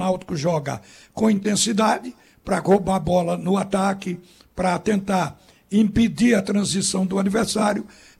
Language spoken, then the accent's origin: Portuguese; Rio de Janeiro, Brazil; Quando eu era menino no Rio, eu vi morrer muita gente por briga de trânsito.